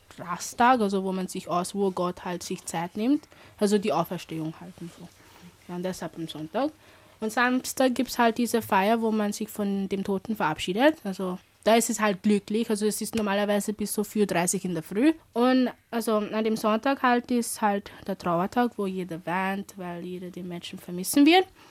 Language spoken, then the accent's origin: German; Jamaica; ich komme aus Jamaika. Ich bin 14 Jahre alt und besuche Theodor Grauer Gymnasium.